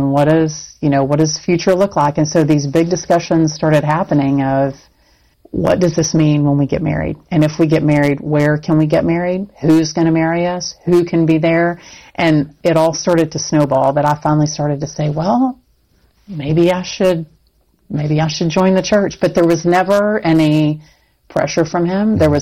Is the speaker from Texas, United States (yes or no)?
yes; Texas, United States; Growing up in Texas, it was okay to save the baby, but perfectly normal to execute the criminal.